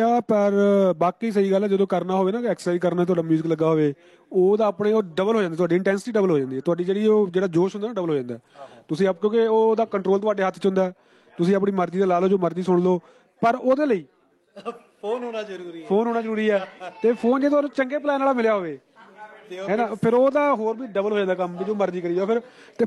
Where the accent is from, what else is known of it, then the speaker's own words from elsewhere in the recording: Punjab, India; ਜਦੋਂ ਮੈਂ ਛੋਟਾ ਹੁੰਦਾ ਸੀ ਨਾ, ਅਤੇ ਸਾਡੇ ਇਲਾਕੇ 'ਚ ਇੱਕ ਸ਼ਹਿਰ ਪੈਂਦਾ ਛੋਟਾ ਜਿਹਾ, ਖੰਨਾ ਟਾਊਨ ਹੈ, ਜਿਹੜੇ ਮੇਰੇ ਇਲਾਕੇ ਦੇ ਨੇ ਉਹਨਾਂ ਨੂੰ ਪਤਾ ਹੋਊਗਾ